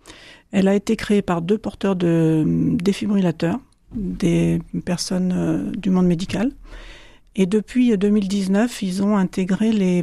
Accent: Niort, Nouvelle-Aquitaine, France; On m'a dit, ah bon, tu viens d'où? De Niort. Ah, mais on n'a personne à Niort.

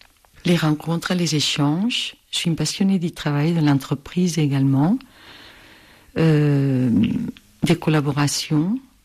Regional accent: Barcelona, Catalonia, Spain; French is a second language; moved away as an adult; also born or lived in Canada; now in Dijon, France; je suis originaire de Barcelone, mais je me sens également très française et très dijonnaise.

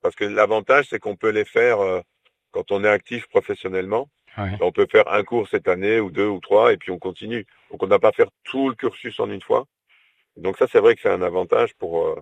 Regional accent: Montpellier, Occitanie, France; Parce que nous, au niveau des paroisses, même qu'on est de Montpellier, les gens ne savent pas forcément qu'ils existent, quoi.

